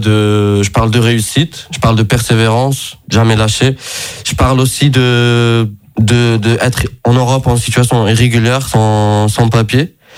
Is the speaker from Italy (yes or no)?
yes; Italy; also born or lived in Morocco; Il faut savoir que je suis italien-marocain. Et donc ce morceau-là, il mélange parfaitement mes cultures, mes aspirations et mes influences musicales.